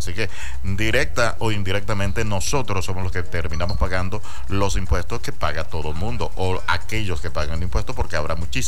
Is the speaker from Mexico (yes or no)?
no; Venezuela; los venezolanos también cobremos en euros